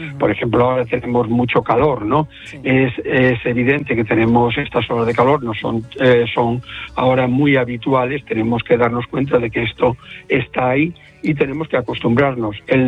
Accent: Galicia, Spain; Como buen gallego voy allí.

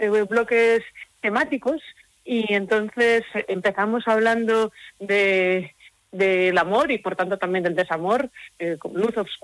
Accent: Madrid, Community of Madrid, Spain; born there; yo nací en Madrid, pero mis padres son donostiarras.

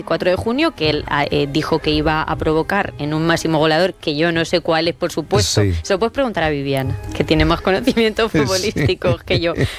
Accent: Castilla-La Mancha, Spain; No, yo como buena manchega estoy bien en los climas cálidos y secos, y aquí se está calentito y seco.

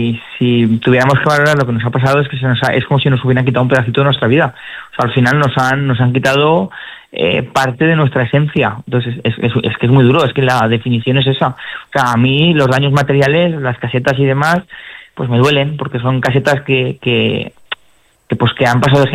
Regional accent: Gátova, Valencian Community, Spain; yo amo Gatova por encima de todas las cosas, sea o no sea alcalde, la amaba antes, la amo ahora y la amaré en el futuro. Al final es mi pueblo donde mi familia ha crecido, donde mi familia pues se ha hecho y igual que la de mis vecinos.

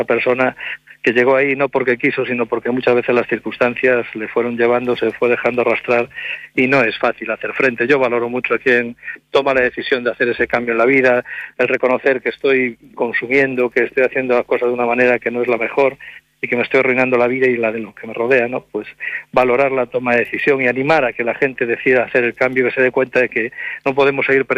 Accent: Galicia, Spain; viniendo de donde vengo, de Galicia

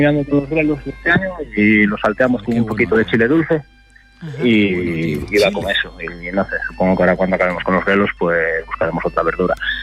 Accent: Chantada, Galicia, Spain; Sí, sí, yo nací en Chantada de toda la vida.

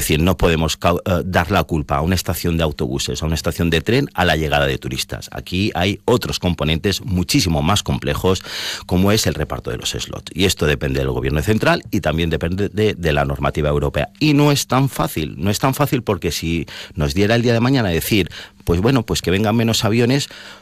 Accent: Balearic Islands, Spain; me defino como un mallorquín de real, somos muy complicados

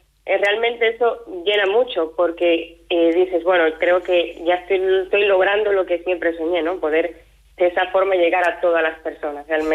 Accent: Cuba; moved away as an adult; now in Logroño, Spain; tengo 27 años, llegué a España, bueno, soy cubana, llegué a España en plena pandemia, en noviembre del 2020.

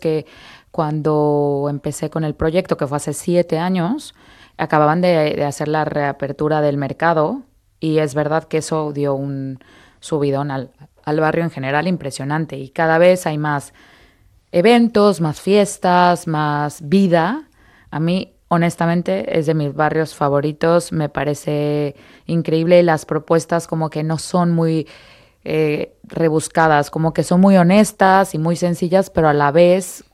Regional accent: Mexico; Y la verdad es que también el tema de las salsas, en México, como mexicano, tú si vas a un lugar que tiene muchas salsas, es como, tienes que ir a este lugar

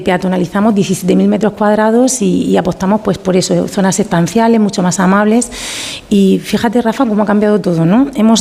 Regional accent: Esparral, Region of Murcia, Spain; Muy murciana, te lo dice una vecina de pedanías. Yo soy del Esparral, soy campillera

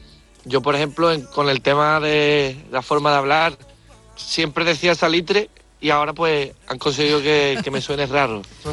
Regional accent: San Fernando, Andalusia, Spain; yo soy de San Fernando, pero los tres componentes del grupo son de Barbate, que es un pueblo que está cerquita, y es súper diferente.

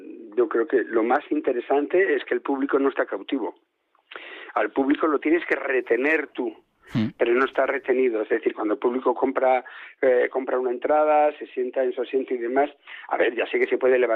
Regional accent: Oviedo, Asturias, Spain; Soy de Oviedo

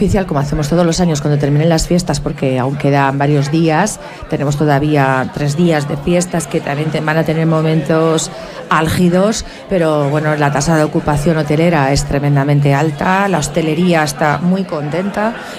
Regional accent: Huesca, Aragon, Spain; soy de Huesca, quiero mucho a mi ciudad.

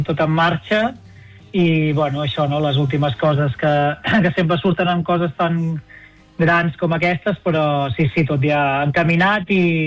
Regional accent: Barberà de la Conca, Catalonia, Spain; jo que sóc fill de Barberà de la Conca

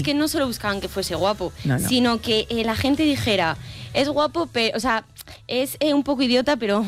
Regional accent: Salamanca, Castile and León, Spain; soy salmantina.

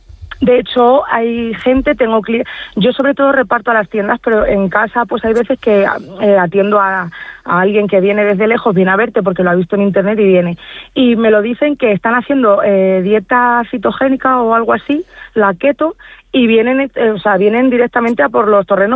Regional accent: Cervera, Spain; Yo sin FADEMUR no habría salido de Cervera

